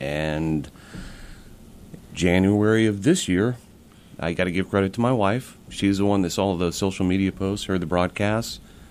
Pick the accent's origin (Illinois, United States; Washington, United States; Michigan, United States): Illinois, United States; Murphysboro; Murfreesboro, Illinois.